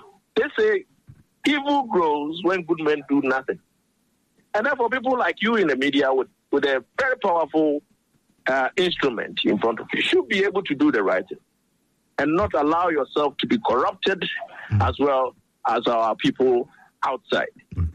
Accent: Ghana; Well, you see, because I'm a Ghanaian, I'm able to say we are all generally very bad people.

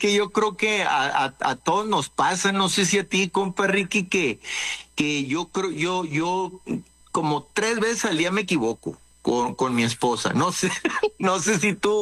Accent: Culiacán, Sinaloa, Mexico; now in Querétaro, Mexico; Desde que me salí de Culiacán, me fui a radicar a Querétaro.

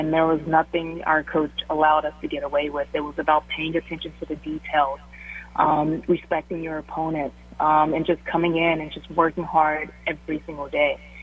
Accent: Shreveport, Louisiana, United States; I came from Shreveport. I wasn't highly recruited.

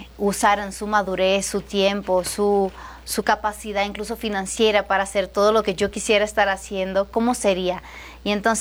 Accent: Brazil; now in Mexico; Yo nací en Brasil, vivo en México.

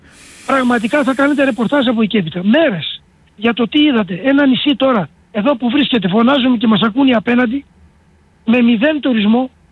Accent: Chios, North Aegean, Greece; ο τόπος μου, επανέρχομαι, γιατί εντάξει, είμαι και βουλευτής τόπου, της Χίου.

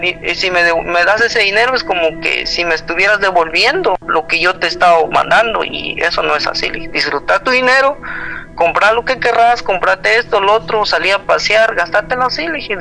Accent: Guatemala; now in United States; Sí, ella, yo soy de Guatemala, ella allá en el pueblo.

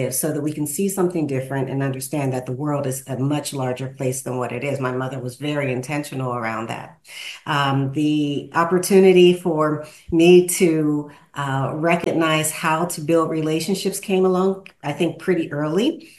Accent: Pittsburgh, Pennsylvania, United States; born or raised there

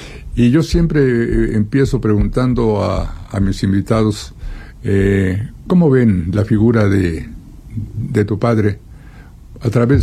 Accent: Mexico; sino para la gran familia que somos los mexicanos

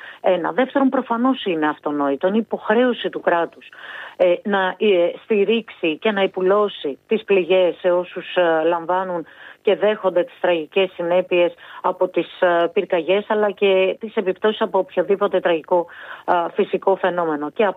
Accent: Eastern Macedonia and Thrace, Greece; Και θα μου επιτρέψετε και μία αναφορά στον τόπο μου. Η μεγαλύτερη πυρκαγιά την καταγράψαμε πριν δύο χρόνια στον Εύρο.

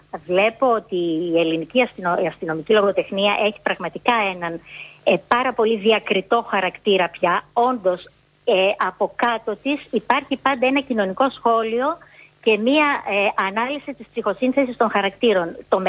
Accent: Piraeus, Attica, Greece; born there; Έχω γεννηθεί στην Καστέλα. Το σπίτι μου έβλεπε Σαρωνικό.

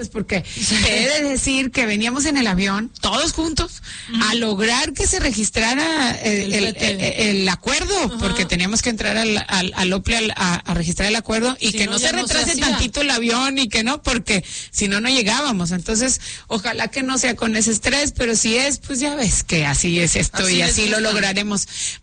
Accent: Monterrey, Nuevo León, Mexico; nosotros, como cualquier regio

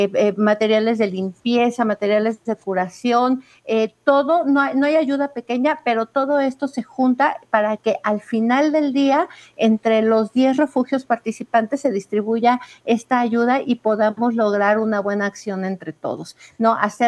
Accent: Mexico; hagamos solidaridad como mexicanos que somos bien solidarios

